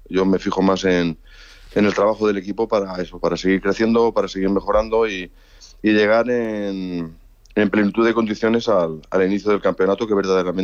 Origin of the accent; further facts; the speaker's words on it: Valencian Community, Spain; yo soy valenciano, sabéis que yo siempre he estado, y bueno, pues nací en el Levante, se puede decir.